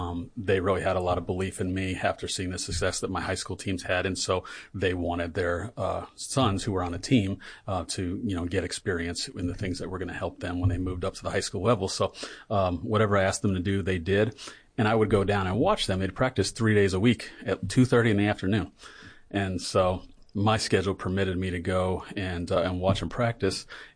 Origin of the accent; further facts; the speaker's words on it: New York, United States; I never had a dad growing up in New York.